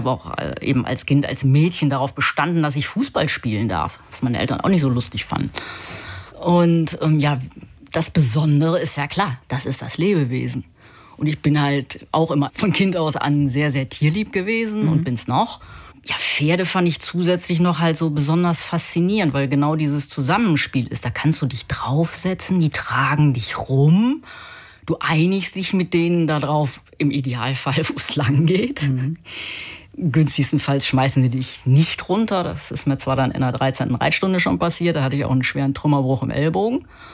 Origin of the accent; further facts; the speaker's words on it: Düsseldorf, North Rhine-Westphalia, Germany; also born or lived in Bielefeld; Geboren in Bielefeld, aber aufgewachsen in Düsseldorf.